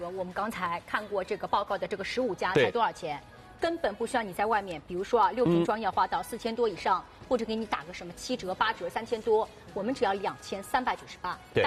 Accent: China; 还有是我们中国人这个共餐制，其实也会引发一些问题。

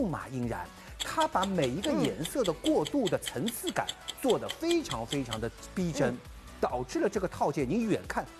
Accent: China; 对，而且绣球花的还有一个，在我们中国人叫什么八仙花，它有个很美的故事

